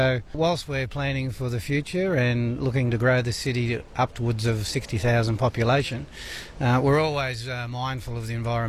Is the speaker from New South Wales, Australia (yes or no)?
yes; Orange, New South Wales, Australia; No matter where I go in Australia, and I mentioned to people I come from Orange, they've all been here or want to come here.